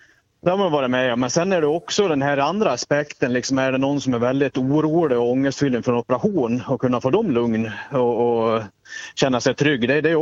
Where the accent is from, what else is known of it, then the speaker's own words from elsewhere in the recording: Vansbro, Dalarna County, Sweden; hemma i Vansbro där jag kommer ifrån.